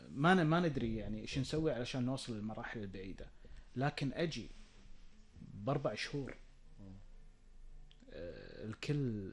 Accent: Jahra, Jahra Governorate, Kuwait; أنا لما أتكلم عن الجهرة أتكلم عن أتكلم عن مسقط رأسي، أتكلم عن حياتي، عن طفولتي، عن شوارعها

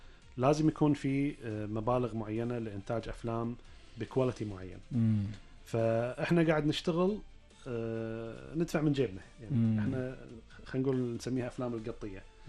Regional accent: Kuwait; احنا بالكويت عندنا صناعه للمسلسلات

